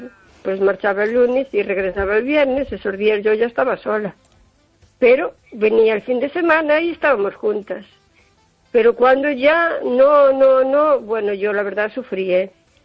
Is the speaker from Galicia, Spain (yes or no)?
yes; O Carballiño, Galicia, Spain